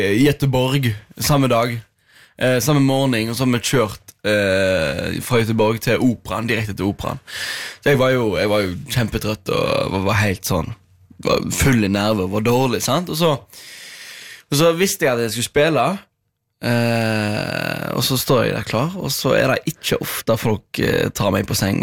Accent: Stord, Vestland, Norway; now in Oslo, Norway; Jeg var hjemme på Stord.

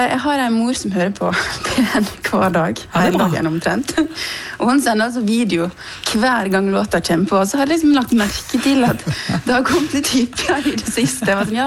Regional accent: Western Norway, Norway; moved away; jeg har vært hjemme på Vestlandet

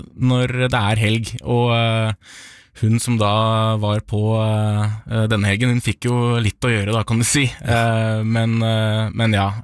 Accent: Svelvik, Vestfold, Norway; de jeg er jo selv fra Svelvik. Alle i Svelvik har vært i Svelviksposten en eller annen gang

